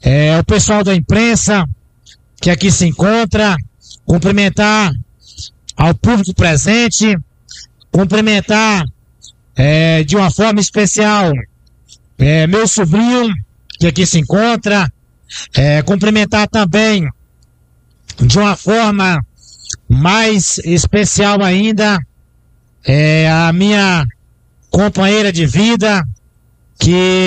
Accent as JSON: {"language": "Portuguese", "town": "Malhada", "region": "Bahia", "country": "Brazil", "tie": "born or raised there", "said": "ao povo da minha terra natal, a minha querida Canabrava."}